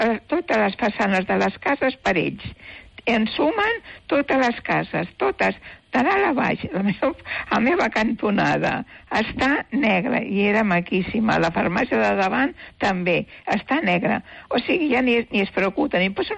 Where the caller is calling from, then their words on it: Barcelona, Catalonia, Spain; De Vivendes del Congrés